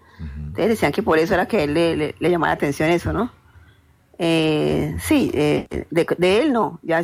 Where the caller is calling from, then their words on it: Palmira, Valle del Cauca, Colombia; Desde Palmira Valle.